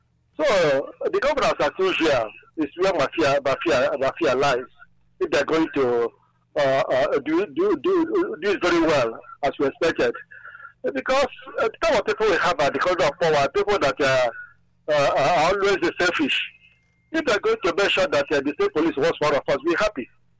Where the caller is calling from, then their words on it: Nigeria; I'm calling from Bunka, Yambo State.